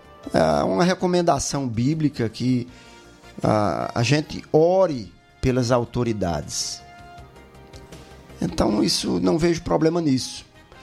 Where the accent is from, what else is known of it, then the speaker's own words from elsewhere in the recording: Campina Grande, Paraíba, Brazil; eu nasci no Hospital da FAP. Eu resido na Rua 15 de Novembro, na mesma casa, desde que nasci. Então, eu tenho uma identificação com o bairro da Palmeira, com a área norte de Campina Grande